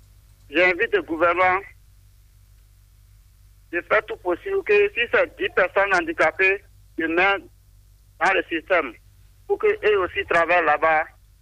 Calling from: Benin; Je vous appelle depuis Saint-Pierre.

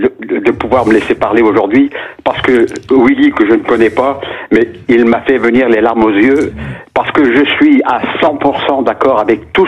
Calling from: the north of France, France; c'est un nordiste qui vous parle avec le fond de son cœur

